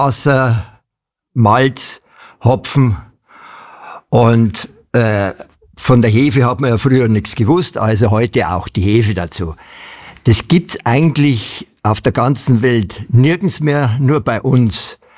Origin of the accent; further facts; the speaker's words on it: Murnau, Bavaria, Germany; ich bin in der Brauerei groß geworden. Also mein Großvater hat 1912 die Brauerei in Murna gekauft.